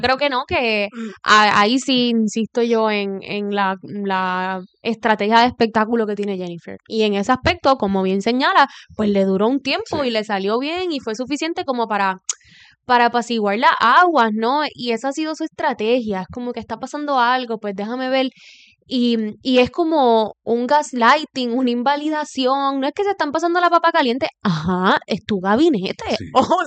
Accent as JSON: {"language": "Spanish", "country": "Puerto Rico", "said": "ya hay que parar como país, como puertorriqueña, como constituyente, como sociedad, de esperar algo distinto de este gobierno."}